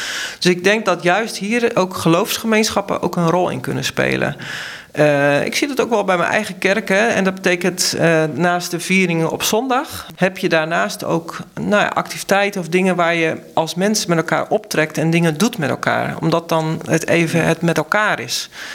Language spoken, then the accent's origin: Dutch; Ridderkerk, South Holland, Netherlands; Nou ja, even mijn ouders kwamen uit Tolen. Ik ben zelf verder opgegroeid in de Ridderkerk.